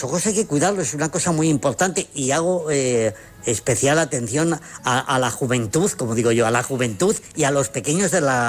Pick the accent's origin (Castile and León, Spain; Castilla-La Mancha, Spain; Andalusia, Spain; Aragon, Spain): Castile and León, Spain; Zamora; Y además, sí, como soy de Zamora y soy muy chulo